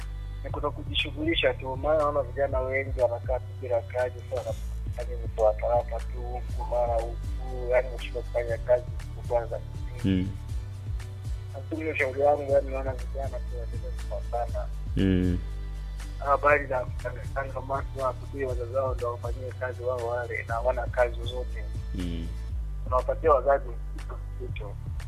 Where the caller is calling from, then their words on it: Buhemba, Mara, Tanzania; Buhemba, Buhemba.